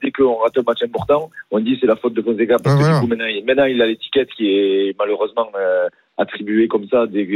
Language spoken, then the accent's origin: French; south of France, France; accent: southern; j'ai l'accent du Sud